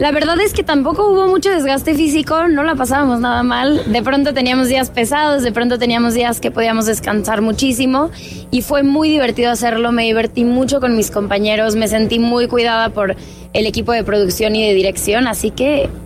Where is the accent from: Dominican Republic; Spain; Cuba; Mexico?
Mexico; para todos nosotros como mexicanos